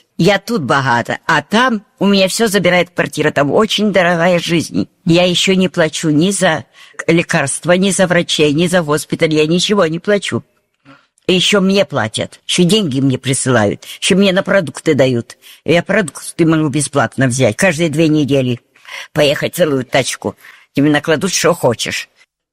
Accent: Belarus; also born or lived in United States; Моя душа, мое сердце в Беларуси. Тут. Я в душе белоруска.

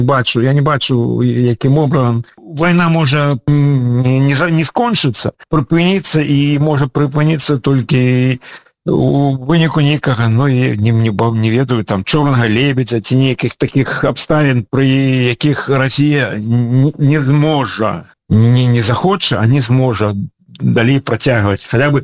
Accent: Ukraine; я грамадзін Беларусі, але я украінец, і заўсёды быў, я ж вам калісі казаў, заўсёды неяк так склалася, што я заўсёды адчуваў сябе украінцам.

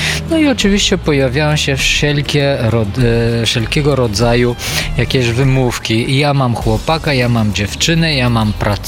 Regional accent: Bulgaria; Polish is a second language; moved away as an adult; also born or lived in Sofia; now in Lublin, Poland

